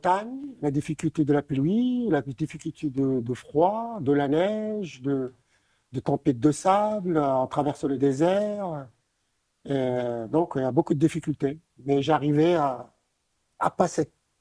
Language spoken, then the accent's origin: French; Morocco; born there; je suis né au Maroc